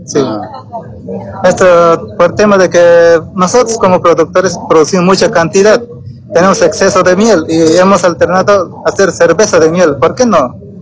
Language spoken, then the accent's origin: Spanish; Puerto Villarroel, Cochabamba, Bolivia; Aquí todos nosotros somos del municipio de Puerto Villazuel.